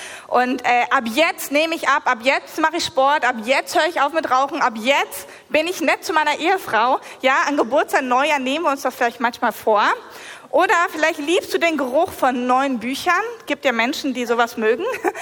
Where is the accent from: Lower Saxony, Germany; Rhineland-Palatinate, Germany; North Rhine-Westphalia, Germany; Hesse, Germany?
Lower Saxony, Germany; Ihr habt gerade schon gehört … Ich komme aus der Nähe Hannover